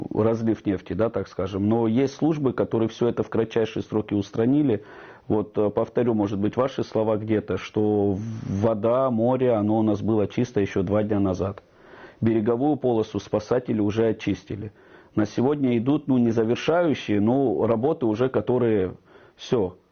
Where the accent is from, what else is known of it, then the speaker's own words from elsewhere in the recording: Tuapse, Krasnodar Krai, Russia; я вообще житель коренной, да, Туапсе.